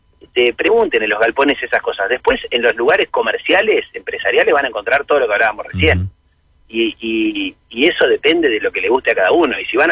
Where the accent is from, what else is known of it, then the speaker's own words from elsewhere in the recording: Uruguay; esos somos los uruguayos.